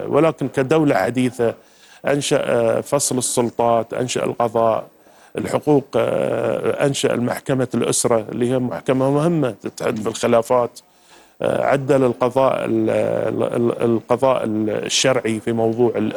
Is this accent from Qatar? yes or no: yes; Qatar; احنا كقطريين